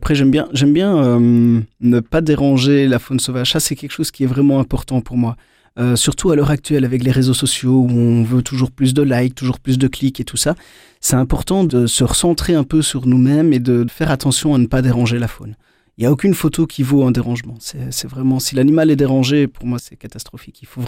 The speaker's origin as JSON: {"language": "French", "country": "Belgium", "said": "Je suis beaucoup par chez nous, en Belgique."}